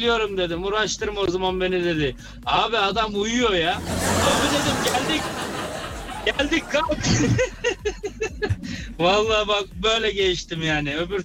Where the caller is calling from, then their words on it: Berlin, Germany; Berlin'den.